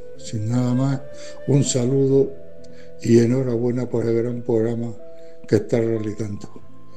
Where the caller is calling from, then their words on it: Fuente Álamo, Region of Murcia, Spain; de Fuente Álamo, Murcia